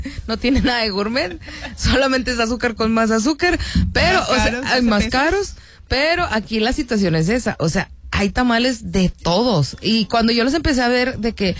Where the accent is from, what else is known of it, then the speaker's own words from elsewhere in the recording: Mexico; nosotros como mexicanos, nuestro patrimonio cultural es la música y la comida.